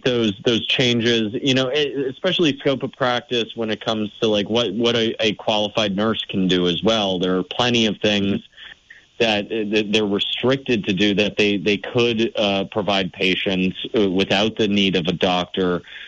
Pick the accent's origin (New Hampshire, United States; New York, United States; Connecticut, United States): New Hampshire, United States; now in Vermont, United States; our neighbors in New Hampshire, my home state